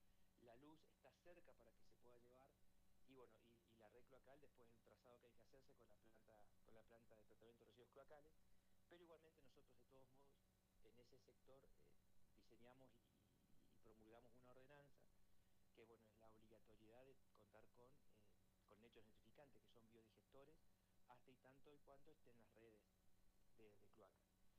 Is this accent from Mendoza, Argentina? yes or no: no; Loncopué, Neuquén, Argentina; sueño con ver a mi pueblo progresar, desarrollarse, generar alternativas que resuelvan el problema grave de empleabilidad